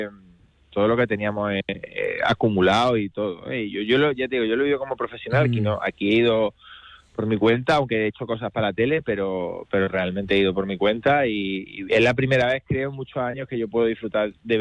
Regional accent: Córdoba, Andalusia, Spain; now in Seville, Spain; Me dice, ¿estás sevillanizado? No. Soy de Córdoba. Y entonces yo soy muy, muy, muy cordobés y lo llevo con orgullo y muy del Córdoba.

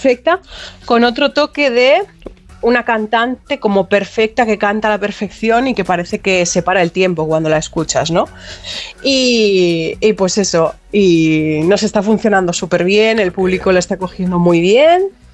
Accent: Basque Country, Spain; teniendo en cuenta además que soy vasca.

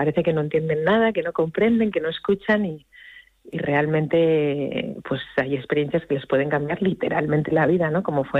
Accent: Asturias, Spain; Central de Asturias, porque yo soy asturiana, pues en brazos de unos padres aterrados

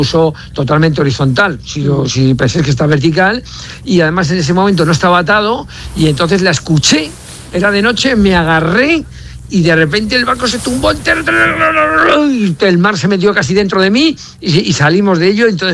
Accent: Madrid, Community of Madrid, Spain; tengo una casilla ahí, vivo en Madrid, yo soy de Madrid y voy, pero realmente yo vivo navegando desde hace ya varios años.

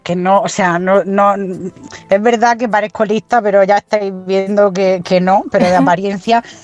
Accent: Region of Murcia, Spain; now in Granada, Spain; Pero soy murciana.

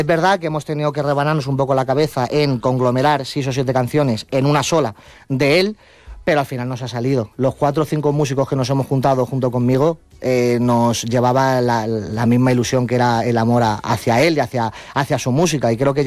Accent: Madrid, Community of Madrid, Spain; Vengo de Madrid, yo nací en Madrid, pero mis raíces son andaluzas.

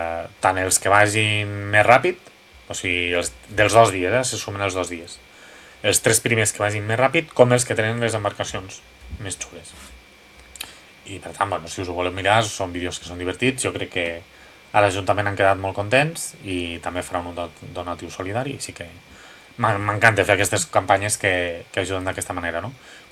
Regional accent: Lleida, Catalonia, Spain; jo sóc de Lleida

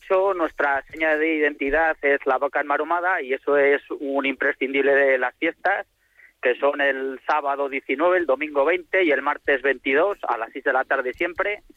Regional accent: Palazuelo, Spain

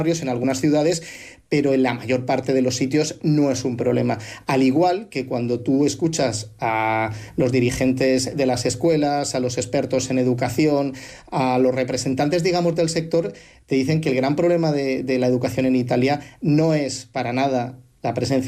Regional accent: Jumilla, Region of Murcia, Spain; un poco raro en el pueblo donde yo me crié, en Jumilla, en los años 80

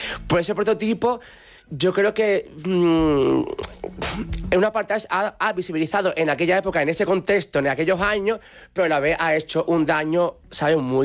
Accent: Andalusia, Spain; Siendo andaluz no me gusta.

